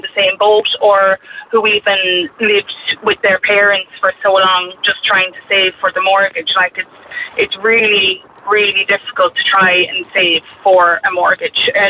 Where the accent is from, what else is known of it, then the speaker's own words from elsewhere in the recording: Munster, Ireland; now in Cork, Ireland; we to move up to Cork because of work and stuff. We're both from Kerry, but I kind of didn't want to move up